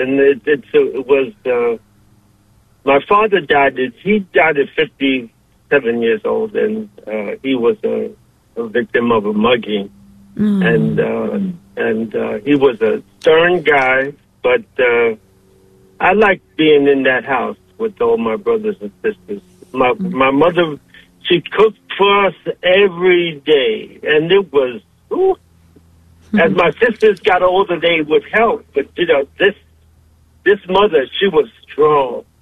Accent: Brooklyn, New York, United States; I was raised Catholic in the Catholic Church

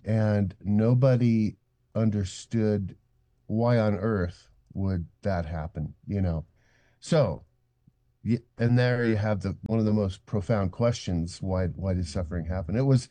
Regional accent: Eugene, Oregon, United States; born or raised there

